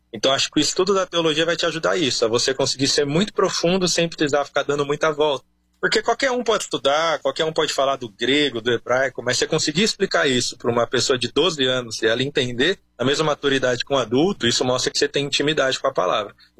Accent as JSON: {"language": "Portuguese", "region": "São Paulo", "country": "Brazil", "said": "E o que eu falo pras pessoas é, eu vim de São Paulo."}